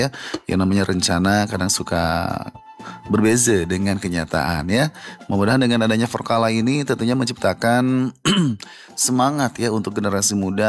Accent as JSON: {"language": "Indonesian", "region": "West Java", "country": "Indonesia", "accent": "Sundanese", "moved": "yes", "lives_now": "Medan, Indonesia", "said": "menemani Anda dari Kota Medan ya. Walaupun logat saya mungkin Sundanya gak hilang-hilang ya."}